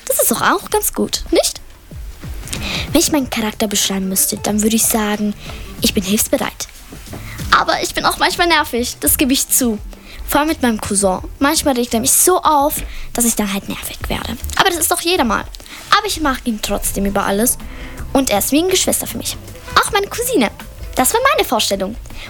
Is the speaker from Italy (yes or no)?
yes; Italy; Ich bin Italienerin und kann auch fließend Italienisch.